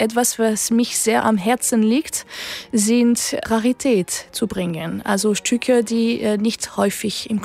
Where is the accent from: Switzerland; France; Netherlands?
France; Chartres, Centre-Val de Loire; now in Cologne, Germany; Ich bin in Chartres, in der Nähe von Paris, aufgewachsen